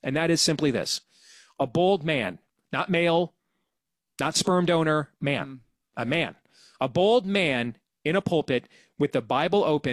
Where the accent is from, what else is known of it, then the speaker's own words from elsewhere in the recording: Iowa, United States; my home state of Iowa